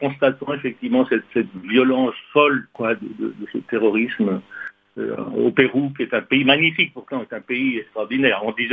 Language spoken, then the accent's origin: French; Pays de la Loire, France; moved away as an adult; also born or lived in Rome / Peru / Zaire / Switzerland; j'ai quitté la Vendée, ma Vendée natale, en 1976, pour y revenir définitivement en 2000